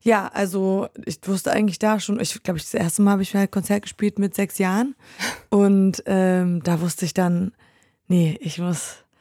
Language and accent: German; Poland; moved away; Also ich bin vor allem in Polen groß geworden